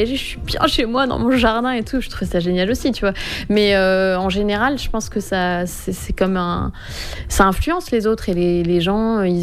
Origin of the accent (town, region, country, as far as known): France